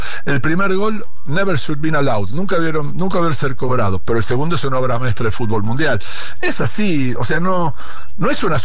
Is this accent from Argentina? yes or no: yes; Argentina; la gente que te atiende en los lugares sabe, ve que sos argentino y están de ese lado.